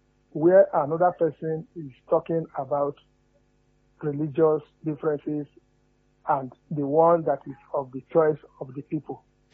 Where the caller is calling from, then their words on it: Olugbo, Nigeria; I'm calling you from Olugbo.